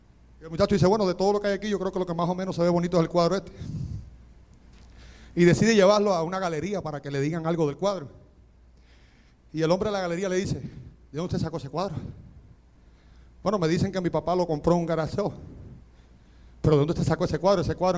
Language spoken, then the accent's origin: Spanish; Cuba; now in United States; Yo soy cubano, el inglés mío es con remo.